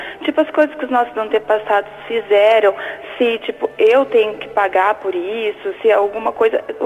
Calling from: Rondon, Paraná, Brazil; Eu falo de Rondon.

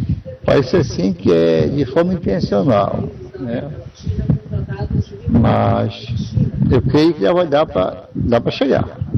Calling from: São Miguel do Guamá, Pará, Brazil; eu sou de São Miguel do Gamal

